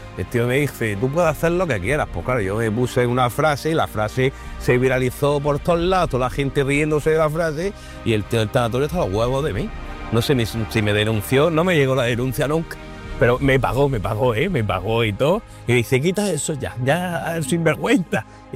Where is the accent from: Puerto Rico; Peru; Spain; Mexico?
Spain; Almería, Andalusia; es que soy yo muy de Almería.